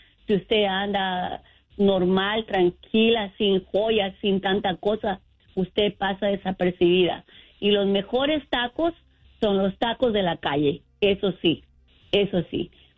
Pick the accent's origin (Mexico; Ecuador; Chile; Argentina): Ecuador; now in United States; No, yo soy ecuatoriana.